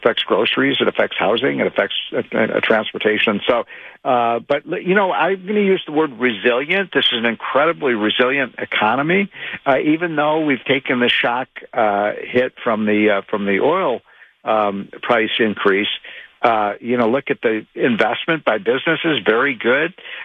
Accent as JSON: {"language": "English", "town": "Chicago", "region": "Illinois", "country": "United States", "tie": "born or raised there", "said": "I remember when I was a kid in my, 16 years old, growing up in Chicago, and we'd get up in the February morning and be 5 degrees"}